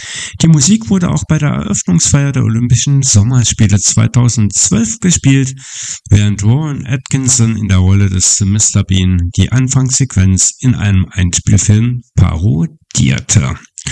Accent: Quierschied, Saarland, Germany; born there; Denn ja, Mitte August in meinem Geburtsort, die Kirmes, das Fest, und da hat man immer gesagt, wenn das Quierschlafest rum ist, dann kommt der Herbst.

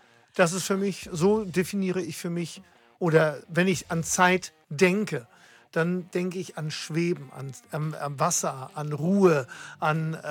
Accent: Hamburg, Germany; born there; Ich bin letztendlich in Hamburg geboren. Und ich bin sehr stolz darauf.

